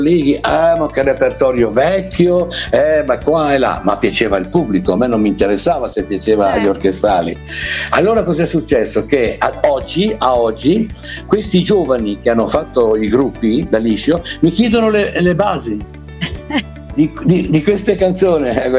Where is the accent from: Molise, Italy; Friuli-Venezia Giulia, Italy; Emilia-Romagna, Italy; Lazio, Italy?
Emilia-Romagna, Italy; Reggio Emilia; E l'unica parola che mi disse Bagutti fa: ma tu da dove vieni? Io vengo da Reggio Emilia.